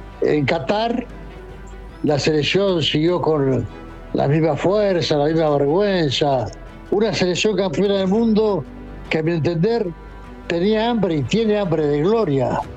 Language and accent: Spanish; Argentina; a mí como argentino me ha representado